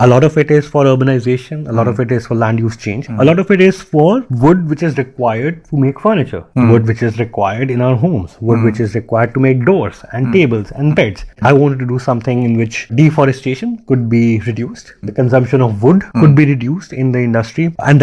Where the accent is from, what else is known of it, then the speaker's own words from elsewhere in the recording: Delhi, India; I grew up in Delhi.